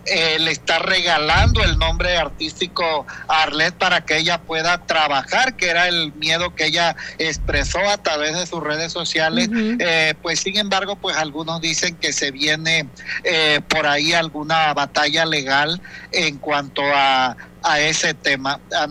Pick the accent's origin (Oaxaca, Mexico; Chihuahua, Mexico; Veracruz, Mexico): Veracruz, Mexico; Juan Díaz Covarrubias; born there; moved away; allá en mi tierra, en Juan Díaz Covarrubias, municipio de Hueyapan de Ocampo.